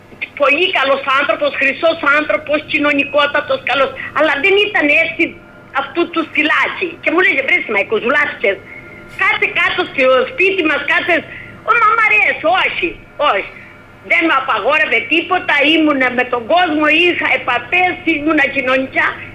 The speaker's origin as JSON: {"language": "Greek", "town": "Arkalochori", "region": "Crete", "country": "Greece"}